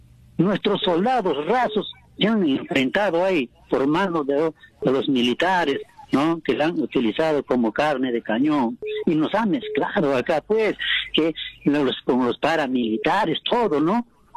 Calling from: Peru; Y eso es lo que estamos esperando los peruanos.

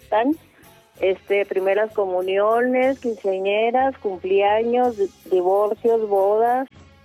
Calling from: San Isidro, Mexico; De aquí de San Isidro

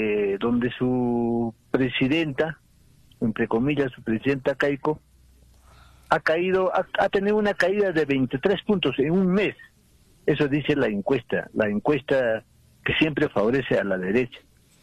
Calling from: Juliaca, Puno, Peru

